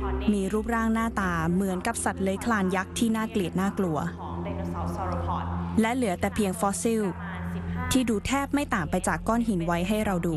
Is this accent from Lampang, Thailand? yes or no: no; Bangkok, Thailand; born there; เป็นชาวกรุงเทพโดยกำเนิด